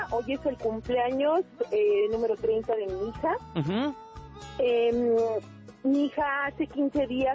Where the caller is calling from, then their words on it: Nezahualcóyotl, State of Mexico, Mexico; De Ciudad Nezahualcóyotl.